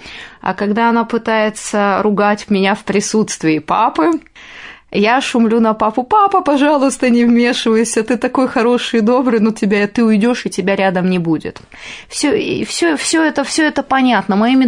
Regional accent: Bishkek, Kyrgyzstan; born there; Сначала я родилась во Фрунзе в семье офицера, кадрового офицера и учительницы.

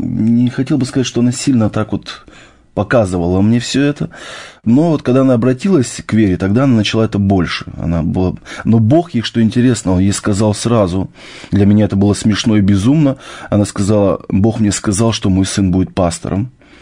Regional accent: Miass, Chelyabinsk Oblast, Russia; born there; Мне 34 года. У меня вот семья, замечательная жена, трое детей. Я сам с Южного Урала, это город Миасс, Челябинская область. Уже как 12 лет я верующий человек

